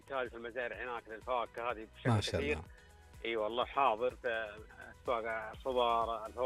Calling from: Taif, Makkah Province, Saudi Arabia; عندنا في الطائف

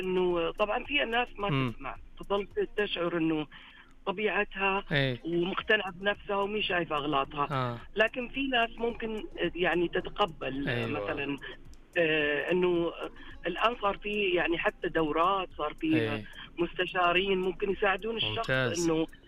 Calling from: Riyadh, Riyadh Province, Saudi Arabia

